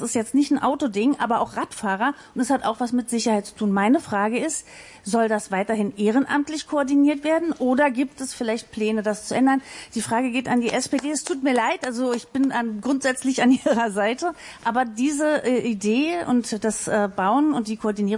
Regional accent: Schöneberg, Berlin, Germany; ich bin aus Schöneberg

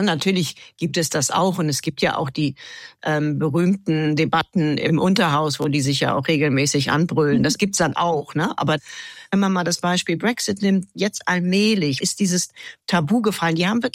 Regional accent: Germany; moved away; als Deutscher

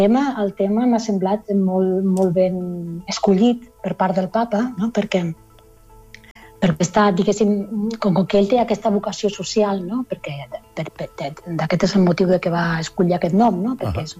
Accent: Barcelona, Catalonia, Spain; now in Berlin, Germany; Jo soc de Barcelona.

